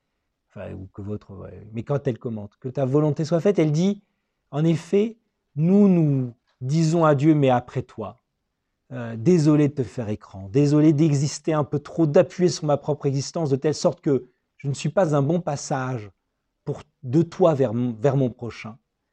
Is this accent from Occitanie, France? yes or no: no; Metz, Grand Est, France; born there; moi je suis né à Metz en France, moi je m'appellerais Metz France.